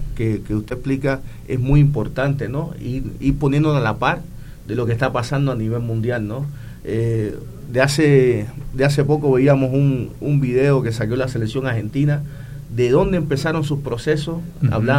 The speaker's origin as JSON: {"language": "Spanish", "country": "Cuba", "moved": "yes", "lives_now": "Tuxpan, Mexico", "said": "soy cubano, llevo viviendo aquí en Nayarit alrededor de 2 años"}